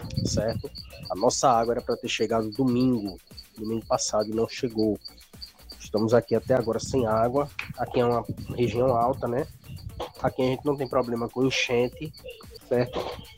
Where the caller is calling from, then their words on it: Jaboatão dos Guararapes, Pernambuco, Brazil; sou daqui do bairro de Cavaleiro, região do Alto do Cristo